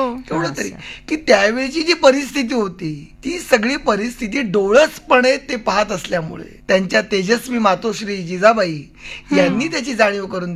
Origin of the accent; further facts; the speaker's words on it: Aurangabad, Maharashtra, India; आमच्या शेजारी औरंगाबादला माझं बरंचसं बालपण गेलं औरंगाबादला